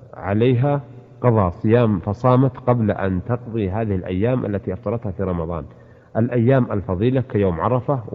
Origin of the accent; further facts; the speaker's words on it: Riyadh, Riyadh Province, Saudi Arabia; عندنا في الرياض